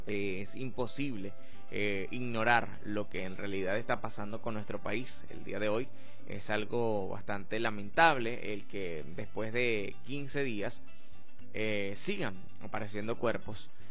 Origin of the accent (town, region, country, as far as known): Venezuela